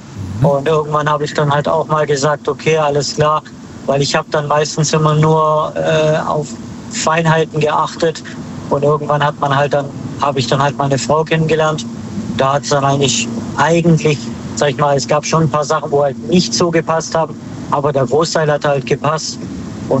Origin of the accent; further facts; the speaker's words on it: Baden-Württemberg, Germany; Aus dem Schwarzwald.